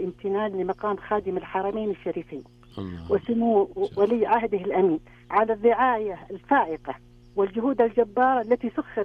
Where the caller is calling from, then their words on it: Taif, Makkah Province, Saudi Arabia; أنا نزلت أمس الظهر مكة من الطائف.